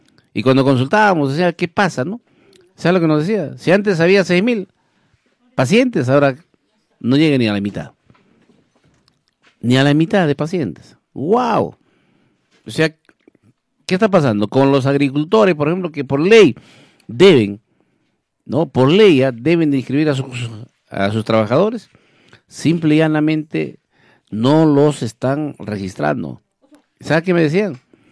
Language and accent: Spanish; Villa Rica, Pasco, Peru; pero Villarrica, mi tierra hermosa, ¿ah? La tierra del café.